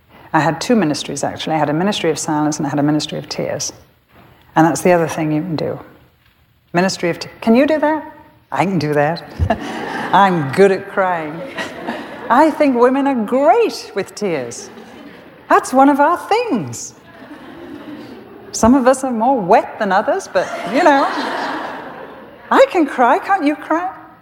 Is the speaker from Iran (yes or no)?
no; England, United Kingdom; I'm a very private person, I'm English, I don't want to intrude on people's privacy.